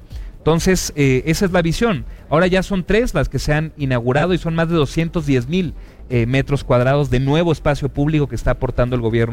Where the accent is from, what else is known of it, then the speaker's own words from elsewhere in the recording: Mexico City, Mexico; yo soy de Coyoacán